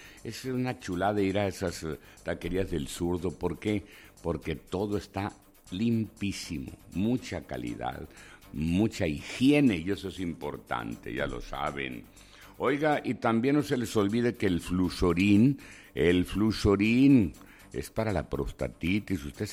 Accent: Choix, Sinaloa, Mexico; moved away; saludos para él allá en Choice, mi pueblo.

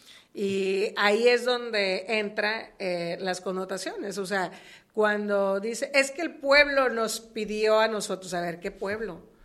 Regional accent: Ohuira, Sinaloa, Mexico; Yo de Ohuira.

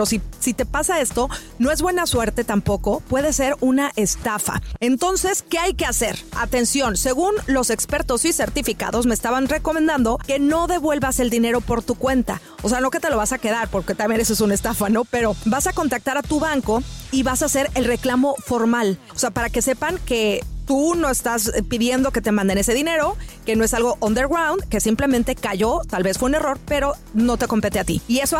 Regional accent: Mexico

